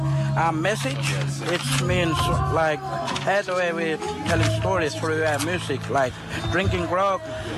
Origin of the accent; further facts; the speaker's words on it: Australia; Normally, I'm from Warrakoon community.